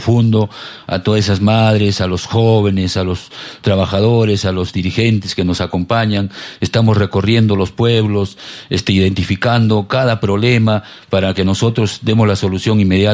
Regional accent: Tiabaya, Arequipa, Peru; yo soy natural de Arequipa y nacido en el distrito de Tiabaya

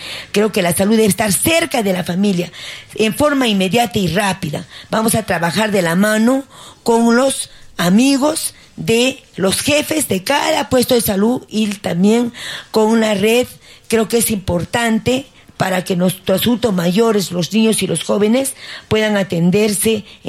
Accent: Hunter, Arequipa, Peru; por mi pueblo de Hunter

